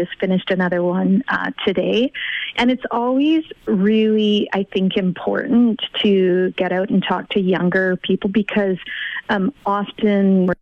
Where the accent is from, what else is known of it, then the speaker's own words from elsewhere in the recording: Quesnel, British Columbia, Canada; I grew up in Quesnel. I love it.